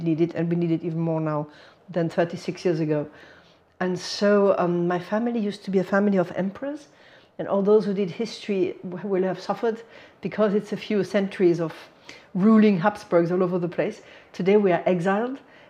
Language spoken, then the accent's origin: English; Munich, Bavaria, Germany; English is a second language; I am from Germany. I was born in Germany from a Hungarian father and a sort of Italian-German mother. So a mix of nations in our home. And I was born in Munich many years ago, 1958.